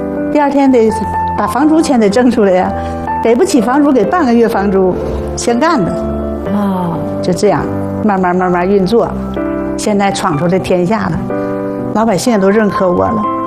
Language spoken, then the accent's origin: Chinese; Qiqihar, Heilongjiang, China; now in Beijing, China; 黑龙江省齐齐哈尔。